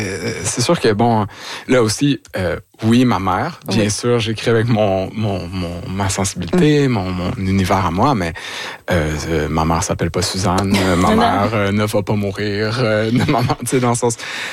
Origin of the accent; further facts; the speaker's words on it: Quebec, Canada; born there; je suis retournée dans ma région natale, c'est-à-dire Vaudreuil-Soulanges.